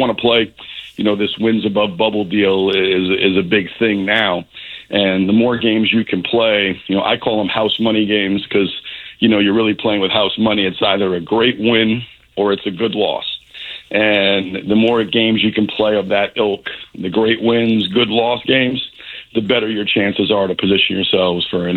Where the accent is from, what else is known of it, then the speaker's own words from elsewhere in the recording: New York, United States; I grew up in New York